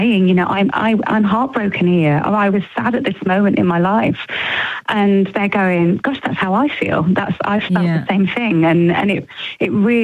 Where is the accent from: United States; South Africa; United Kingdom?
United Kingdom; obviously for me as a Brit, we have this very much a sort of stiff upper lip, you know, just calm and carry on and all of that that we have in our culture.